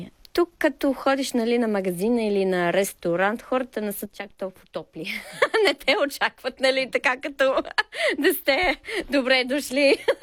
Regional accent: Hayling Island, South East England, United Kingdom; Bulgarian is a second language; moved away as an adult; now in Sofia, Bulgaria; и тук живея в България, в София, може би малко повече от 18 години. Оригинално съм от Южна Англия, на един малък остров, Хейлинг Айленд се казва, близо до Портсмут. Едно много уютно място.

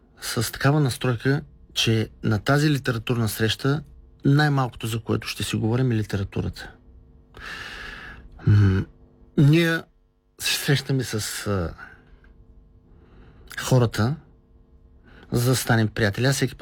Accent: Lovech, Lovech Province, Bulgaria; Все пак идвам и от Лович.

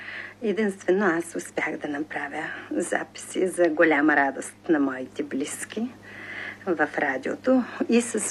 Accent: Koriten, Dobrich Province, Bulgaria; После дядо Иван и баба Иваница, писаревите от моето родно село, също много песни са ми казали, все хубави. Така че моите песни са коритенски, доброжански.

